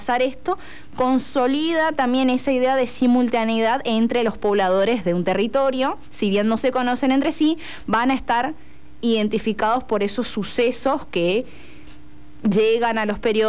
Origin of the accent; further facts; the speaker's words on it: Argentina; bueno, sí, mi documento dice que soy argentino, pero a mí mucho que, no sé, no me pasa, pero pienso en la lengua, ¿no? Vamos acá mismo en Misión